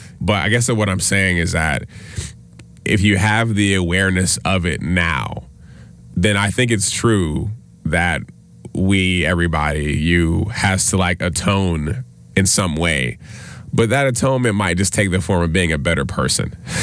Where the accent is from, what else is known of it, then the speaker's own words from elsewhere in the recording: the South, United States; We're from the South.